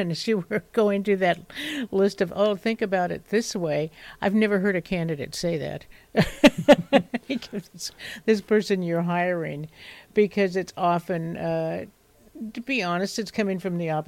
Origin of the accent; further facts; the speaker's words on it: East Bay, California, United States; growing up in the Indian community